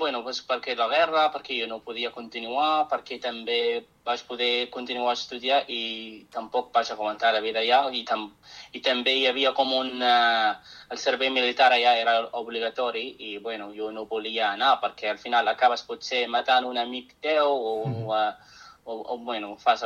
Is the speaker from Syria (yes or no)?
yes; Syria; Catalan is a second language; moved away as an adult; now in Molins de Rei, Spain; jo sóc originalment de Síria, però fa 9 anys que visc aquí en Catalunya, en Molins de Rei exactament. I sí, jo vivia en Síria, bueno, tota la meva vida, fins al 24, 23